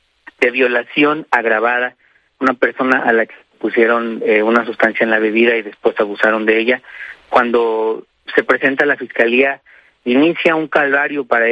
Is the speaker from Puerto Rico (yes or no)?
no; Mexico; nosotros como sociedad mexicana